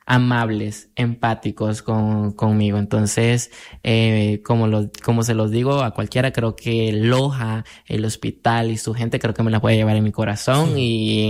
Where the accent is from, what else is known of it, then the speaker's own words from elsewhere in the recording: El Salvador; Y te preguntan, ¿de dónde eres? Y uno le dice, soy de El Salvador